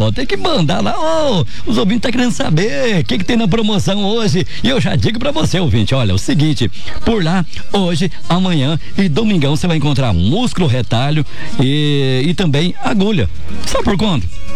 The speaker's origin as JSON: {"language": "Portuguese", "region": "Mato Grosso", "country": "Brazil", "said": "não somos paulistas, rapaz. Nós somos, né? Somos mato-grossenses."}